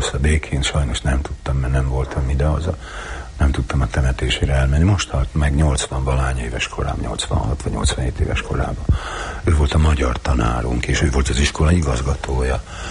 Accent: Hungary; Hát ott nőttem föl. Az ottani kumi gödrökben.

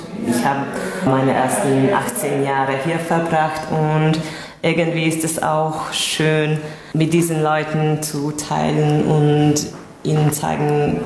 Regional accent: Hungary; moved away as an adult; now in Budapest, Hungary; Ich komme ursprünglich aus Nádas, aber ich wohne schon seit mehr als 15 Jahren in Budapest.

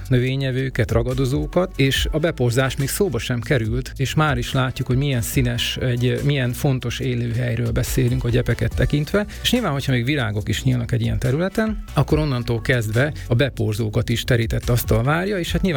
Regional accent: Debrecen, Hajdú-Bihar, Hungary; moved away; Én Debrecen egyik lakótelepén nőttem fel

